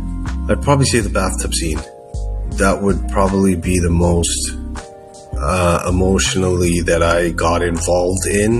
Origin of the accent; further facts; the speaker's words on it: England, United Kingdom; born there; I was born in England